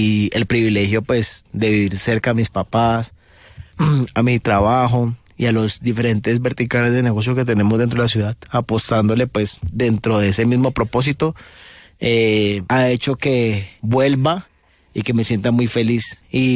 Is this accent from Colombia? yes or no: yes; Cali, Valle del Cauca, Colombia; Yo salí del San Luis Gonzaga, del barrio Granada, al noroeste de Cali.